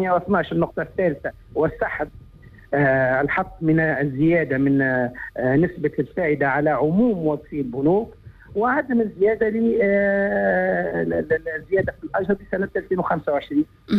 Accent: Gafsa, Gafsa Governorate, Tunisia; born there; إذاعة قفصة مسقط رأسي وبلد النضال وأبناء الخدامة

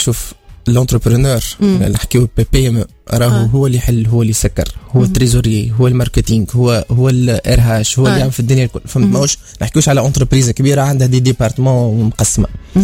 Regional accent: Tunisia; اللي عندنا في تونس

